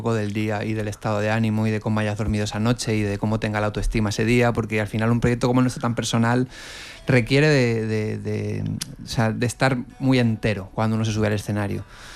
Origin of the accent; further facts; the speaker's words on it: Canary Islands, Spain; Llámalo sandalia si quieres en peninsular. Yo como canario te digo la chola.